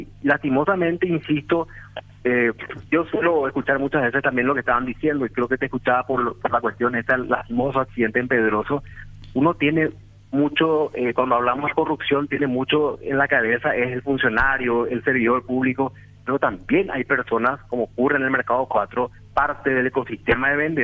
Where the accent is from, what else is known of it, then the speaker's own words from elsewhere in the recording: Paraguay; para nosotros muchas veces como paraguayos